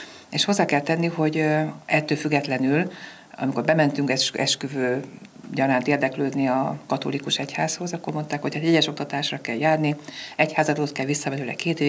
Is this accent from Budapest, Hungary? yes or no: no; Szabolcs-Szatmár-Bereg, Hungary; now in Szeged, Hungary; én ez a katolikus alapokon nyugodva kerültem egy kis szabolcsi faluból be a nagyvárosba. Szegeden élünk egyébként